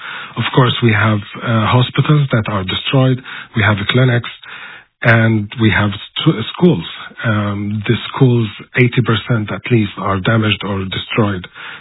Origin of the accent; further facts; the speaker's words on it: Gaza Strip, Palestine; moved away as an adult; I was born and raised and bred in the Gaza Strip all my life. I left 3 years ago, only after 2 months of the war.